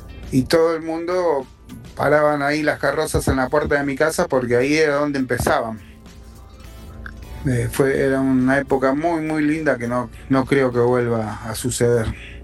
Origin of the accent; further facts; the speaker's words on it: San Antonio de Padua, Buenos Aires Province, Argentina; now in Merlo, Argentina; Yo me acuerdo cuando era chico, yo vivía en Padua, en la calle Defensa, y en la esquina era la avenida Echeverri